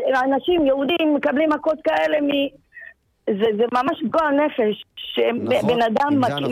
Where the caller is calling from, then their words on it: Ashkelon, Southern District, Israel; מירושלים, אני מאשקלון.